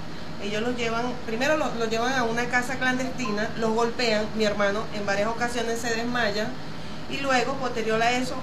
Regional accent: Venezuela

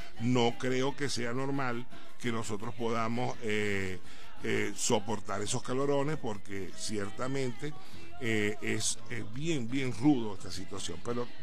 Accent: Maracaibo, Zulia, Venezuela; como buen zuliano, como buen maravino o maracucho, como nos quieren llamar

